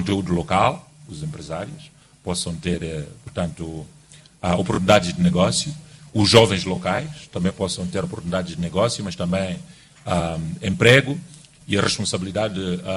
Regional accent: Mozambique

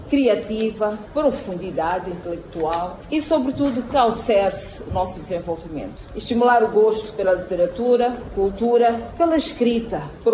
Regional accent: Mozambique

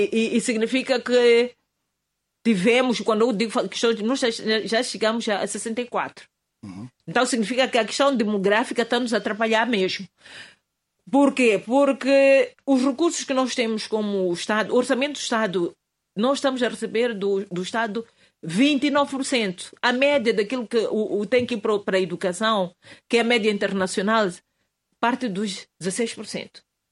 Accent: Mozambique; Então é importante que todos juntos, como moçambicanos, avaliemos e tenhamos consciência que nós temos que mudar como adultos

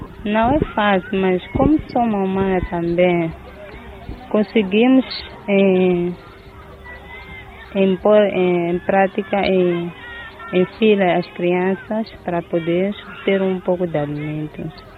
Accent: Macaneta, Maputo, Mozambique; sou daqui de Macaneta, Macaneta 2.

